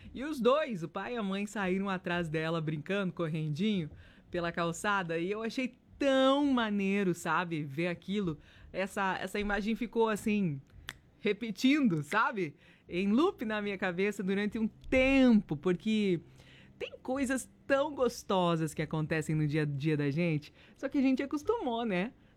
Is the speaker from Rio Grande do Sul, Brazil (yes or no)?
no; Criciúma, Santa Catarina, Brazil; sou motorista de caminhão, sou de Criciúma, mas sempre ligadinho em vocês.